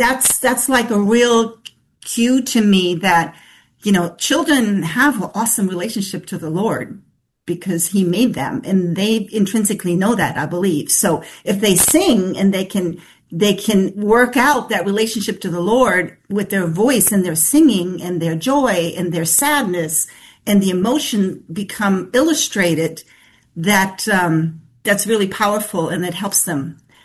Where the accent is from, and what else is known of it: Germany; born or raised there